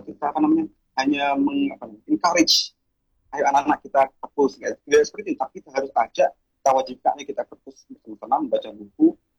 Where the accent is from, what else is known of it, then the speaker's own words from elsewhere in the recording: Jember, East Java, Indonesia; moved away; saya dari Jember ya, saya asalnya dari Jember, itu ya perpustakaan tidak ada di kecamatan saya